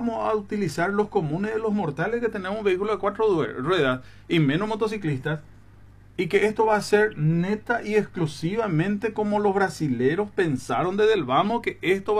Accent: Presidente Franco, Alto Paraná, Paraguay; usted, yo y muchos franqueños amamos demasiado nuestra ciudad

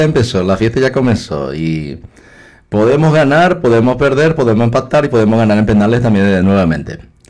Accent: Paraguay; Nosotros como paraguayos

